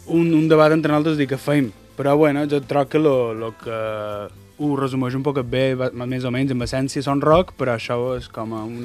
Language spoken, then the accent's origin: Catalan; Palma, Balearic Islands, Spain